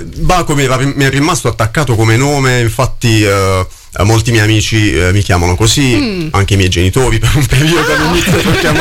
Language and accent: Italian; Mola di Bari, Apulia, Italy; Sono originario della Puglia